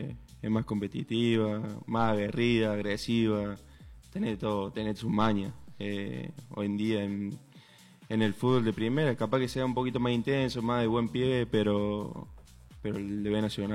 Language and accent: Spanish; Costasacate, Córdoba, Argentina; moved away as an adult; now in Santiago del Estero, Argentina; Yo soy de un pueblito cerca de Córdoba, Costa Zacate se llama. Son muy poquitos, chiquitos